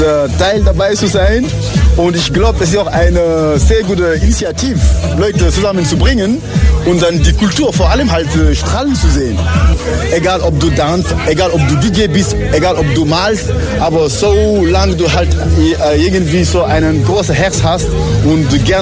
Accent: Senegal; German is a second language; also born or lived in Mauritania; now in Vienna, Austria; Ich komme ursprünglich aus Mauretanien und aufgewachsen in Senegal und lebe in Europa seit schon lang, ziemlich sehr lang, weil meine Familie lebt noch in Frankreich und ich lebe in Wien seit 2002.

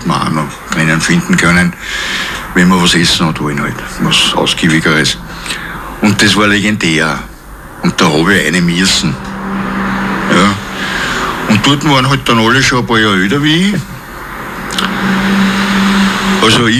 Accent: Krems an der Donau, Lower Austria, Austria; Wie gesagt, ich bin in Krems aufgewachsen.

